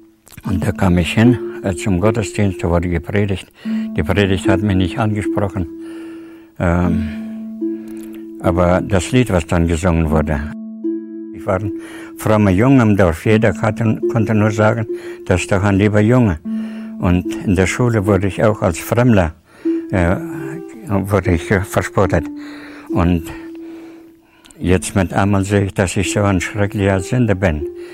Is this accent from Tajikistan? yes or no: yes; Tajikistan; moved away; Ich komme aus Tadschikistan und bin dort auch geboren, an die 1937. Und meine Eltern wurden dort hingesiedelt, also zwangsmäßig, an die 35.